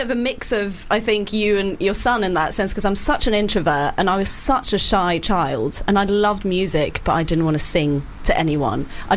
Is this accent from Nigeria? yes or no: no; Norway; first language Norwegian; English is a second language; Well, I'm Norwegian. So Norwegian is my first language.